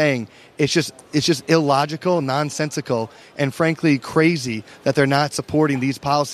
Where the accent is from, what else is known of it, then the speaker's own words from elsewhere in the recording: New York, United States; highlighting exactly who we are as New Yorkers